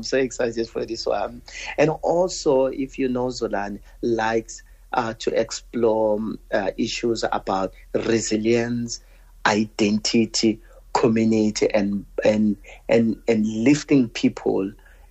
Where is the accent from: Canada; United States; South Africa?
South Africa; as a South African producer